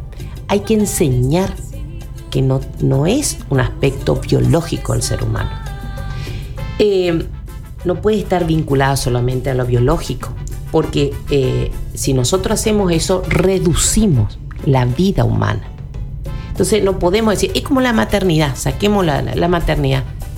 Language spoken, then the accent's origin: Spanish; Argentina